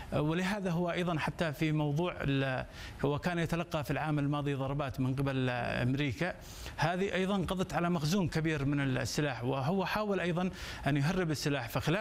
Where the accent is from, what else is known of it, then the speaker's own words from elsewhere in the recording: Yemen; نحن اليوم كيمنيين